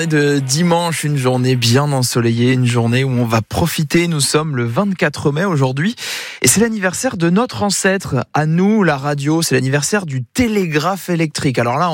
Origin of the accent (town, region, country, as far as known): France